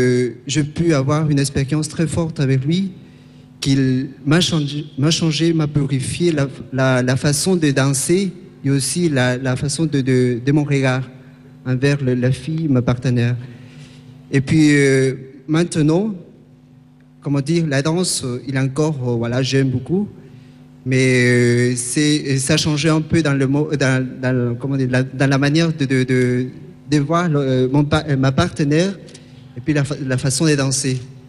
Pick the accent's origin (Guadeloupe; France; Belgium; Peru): Peru; je viens du Pérou, j'ai 30 ans.